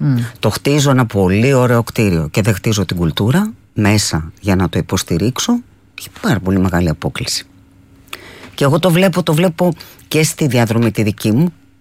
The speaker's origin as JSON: {"language": "Greek", "town": "Athens", "region": "Attica", "country": "Greece", "tie": "born or raised there", "said": "Γεννήθηκα και μεγάλωσα στην Αθήνα"}